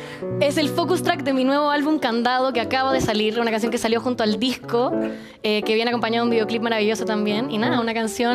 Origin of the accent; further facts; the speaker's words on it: Chile; born there; also born or lived in Peru; Y cuando yo nací, mis papás vivían en Perú. Yo nací allá, mi hermano también, somos todos peruanos, pero mi mamá es chilena y al tiempo después, la vida, circunstancias familiares, la separación de mis papás, muchas cosas, terminamos volviendo a Chile.